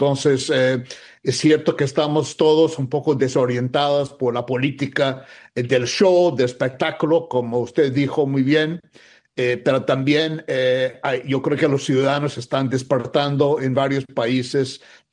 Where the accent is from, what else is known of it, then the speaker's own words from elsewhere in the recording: United States; cuando yo crecí en Estados Unidos